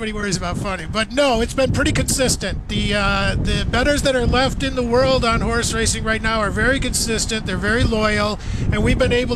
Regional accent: Chicago, Illinois, United States; also born or lived in Caribbean; A little bit, yeah, but I was from Chicago originally.

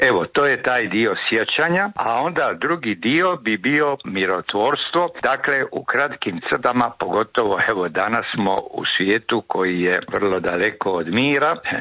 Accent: Croatia; sad ne govorim mi kao Hrvati ili ovdje sad u Splitu, nego općanito

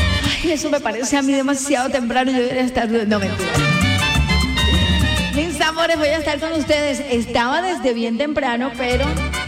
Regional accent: Colombia; Yo soy más colombiana que el tintico con pan por la mañana.

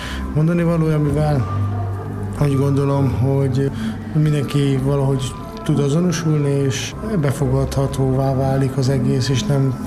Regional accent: Hungary

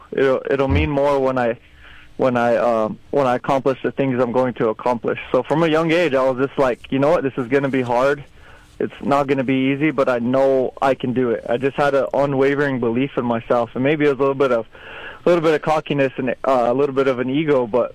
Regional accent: Kyle, South Dakota, United States; I grew up in Kyle, South Dakota, on the dead center of the Pine Ridge Reservation.

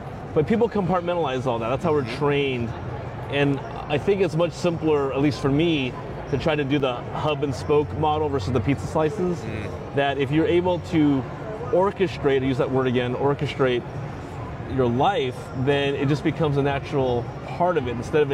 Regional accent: Alameda, California, United States; today's guest is also from my hometown of Alameda, near San Francisco, California.

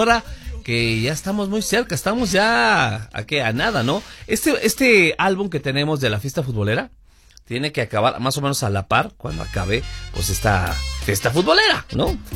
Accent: Mexico

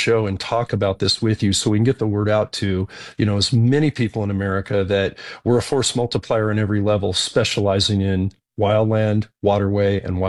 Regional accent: Gilroy, California, United States; also born or lived in San Jose; growing up in the Gilroy, San Martin, Morgan Hill area, about 25 miles south of that tech capital

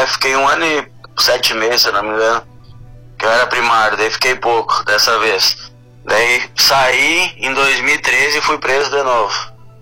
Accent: Rio Grande do Sul, Brazil; Sim, Eu sou do Rio Grande do Sul

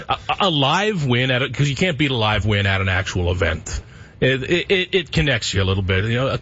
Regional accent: Halifax, Nova Scotia, Canada; growing up in Halifax. I lived in Halifax during like those prime Halifax Mooseheads years when they won the Mem Cup.

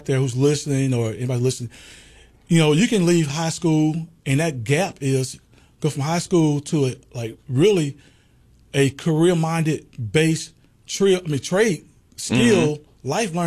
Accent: Birmingham, Alabama, United States; Well, first of all, I'd like to tell you, I'm from Birmingham, Alabama.

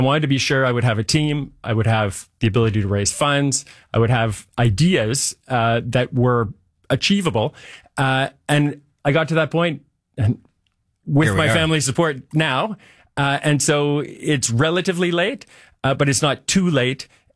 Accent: Toronto, Ontario, Canada; I'm a guy from Toronto, John. Grew up here, went to school here. My parents have always lived here.

